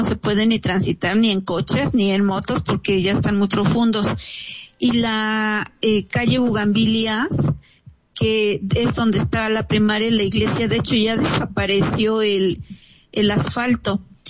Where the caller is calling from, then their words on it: Puebla, Mexico; que vinieran a bachear aquí en la colonia El Paraíso, ya que nosotros estamos en los límites territoriales de Amozoc, entonces piensan que somos de Amozoc, pero somos de Puebla. De hecho, es en la calle Fresnos